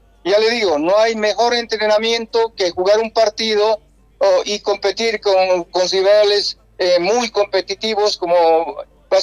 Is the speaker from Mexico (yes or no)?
no; Bolivia; ese sentimiento de pertenencia como boliviano.